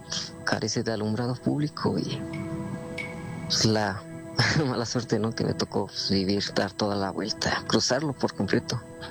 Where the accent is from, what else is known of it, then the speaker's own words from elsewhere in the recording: Toluca, State of Mexico, Mexico; Soy de Toluca y no daré muchos detalles de dónde ocurre esto, pero esto me sucedió hace 2 años.